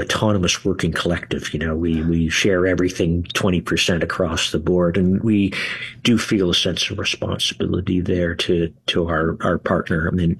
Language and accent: English; Kingston, Ontario, Canada; I was a kid growing up in Kingston